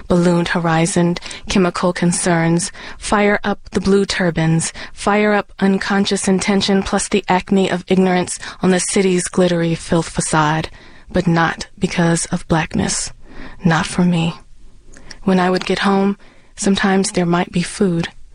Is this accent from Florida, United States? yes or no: no; Los Angeles, California, United States; Well, I grew up in Los Angeles in the 1980s.